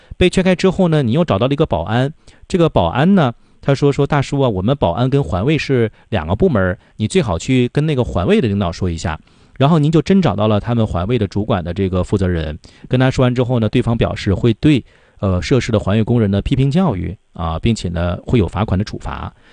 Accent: Northeast China, China; accent: Northeastern Mandarin; 咱们东北话讲

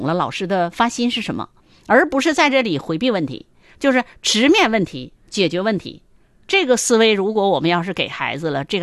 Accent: China

